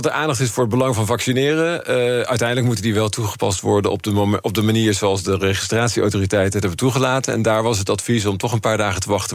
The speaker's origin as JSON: {"language": "Dutch", "country": "Netherlands", "said": "En dat maakt me natuurlijk als Nederlander ook een beetje trots."}